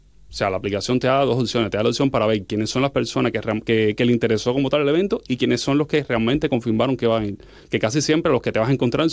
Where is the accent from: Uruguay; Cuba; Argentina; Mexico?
Cuba; moved away as an adult; now in Madrid, Spain; Vengo, soy de Cuba.